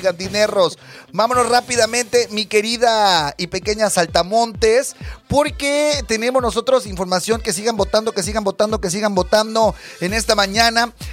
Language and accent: Spanish; Mexico